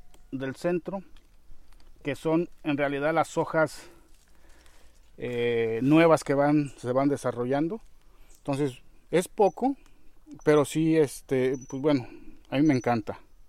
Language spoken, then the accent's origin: Spanish; Guerrero, Mexico; Entonces nos vinimos al estado de Guerrero y pues eso hace ya un ratillo, hace ya 40 y tantos años, 43 años precisos, y ya, nos quedamos aquí. Está la fecha, ¿no? Yo básicamente aquí crecí.